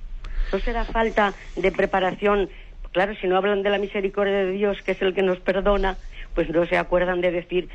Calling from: Oviedo, Asturias, Spain; de Oviedo.

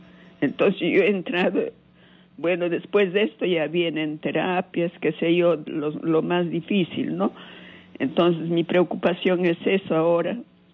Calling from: Lima, Peru; Yo ahorita le estoy llamando de San Juan del Urigancho.

